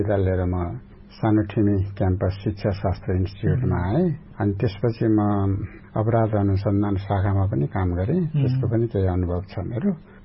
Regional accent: Kavrepalanchok District, Bagmati, Nepal; born there; moved away as an adult; now in Tikapur, Nepal; मेरो जन्म काभ्रे पलाञ्चोक जिल्लामा भएको हो, त्यहाँ फलाटे भन्ने ठाउँमा 2013

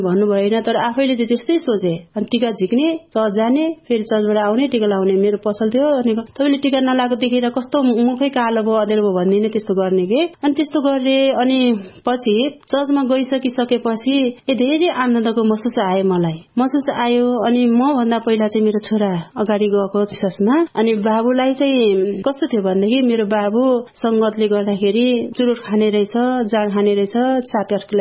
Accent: Koshi Province, Nepal; now in Thimi, Nepal; अनि मेरो घर चाहिँ शङ्खसभा हो पुर्ख्योली घर र अहिले हाल चाहिँ सानो ठिमी भक्तपुरमा बस्छु।

